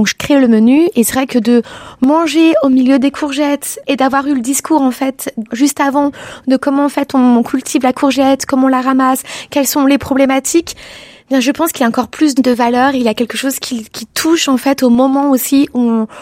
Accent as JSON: {"language": "French", "town": "Annecy", "region": "Auvergne-Rhône-Alpes", "country": "France", "said": "La première chose, c'est aussi une rencontre avec un chef étoilé à Annecy, puisque moi je viens d'Annecy"}